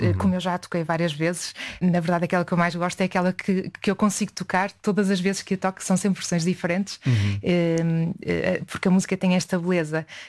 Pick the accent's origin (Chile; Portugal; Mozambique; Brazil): Portugal; Esposende, Norte; moved away as an adult; now in Porto, Portugal; Eu sugeria irmos jantar a Esposenda, a minha terra natal.